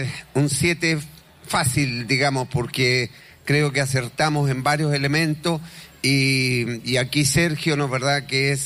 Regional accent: Chile; nos representa realmente a lo que somos los chilenos

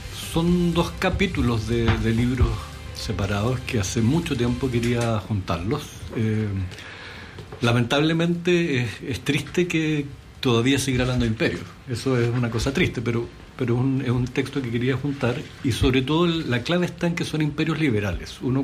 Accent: Chile

